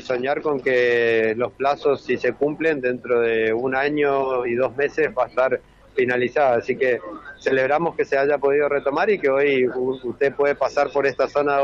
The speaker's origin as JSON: {"language": "Spanish", "region": "Corrientes", "country": "Argentina", "said": "Nosotros somos correntinos y defendemos los intereses de los correntinos"}